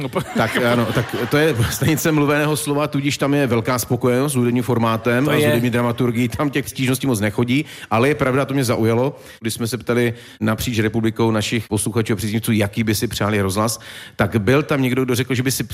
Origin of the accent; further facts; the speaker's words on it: Ostrava, Moravian-Silesian Region, Czechia; moved away as an adult; also born or lived in Havířov; já jsem se narodil v Havířově, já jsem do svých 18 let žil v Ostravě a do Ostravy zajíždím prakticky často